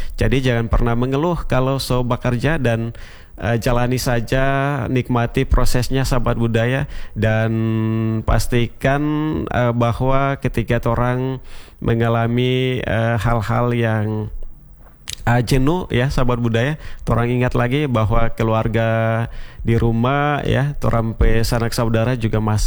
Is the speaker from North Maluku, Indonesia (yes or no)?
yes; North Maluku, Indonesia; Sebagai orang Maluku Utara